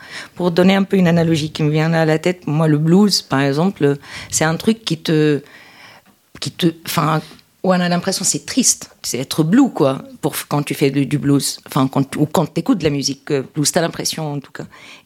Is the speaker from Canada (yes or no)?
no; Tunisia; born or raised there; French is a second language